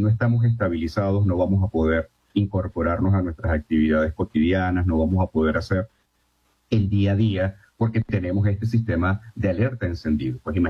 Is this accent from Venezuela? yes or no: yes; Venezuela; soy, aparte de ser profesional, por supuesto, soy venezolano, soy humano, y esto me conmueve.